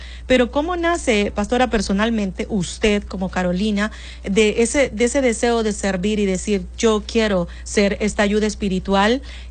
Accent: Honduras; nosotros como hondureños y aún cristianos nos olvidamos de ellos

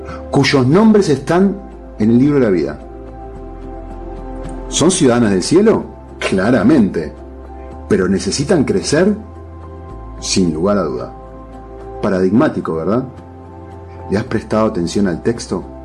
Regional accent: Argentina; accent: Argentine; Yo nací en Argentina. Me veo como un argentino, hablo español con acento argentino y tengo los típicos gustos de un argentino.

